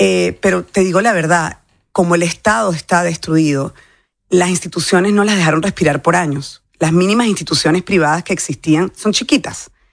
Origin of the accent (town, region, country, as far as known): Venezuela